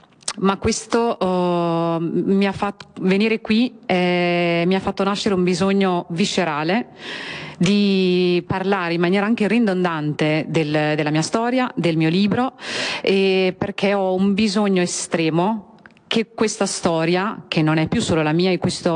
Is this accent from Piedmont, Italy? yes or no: no; Emilia-Romagna, Italy; also born or lived in Pakistan / Novellara; sono cresciuta nella pianura emiliana, più o meno sempre nella bassa reggiana. Gli ultimi miei anni dell'adolescenza, diciamo avvicinandomi all'età adulta, li ho fatti proprio a Novellara